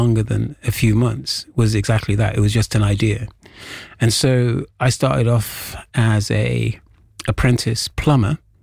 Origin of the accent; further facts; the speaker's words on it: Birmingham, West Midlands, United Kingdom; I'm from Birmingham.